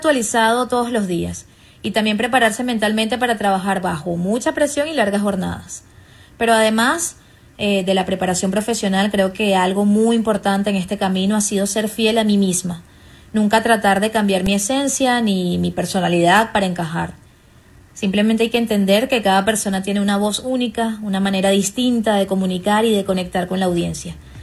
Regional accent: Maracay, Aragua, Venezuela; moved away as an adult; now in United States; yo soy de Maracay, de Venezuela

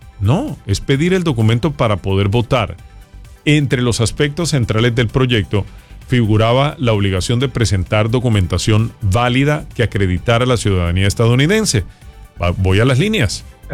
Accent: Colombia; now in Miami, United States; con Colombia, mi país.

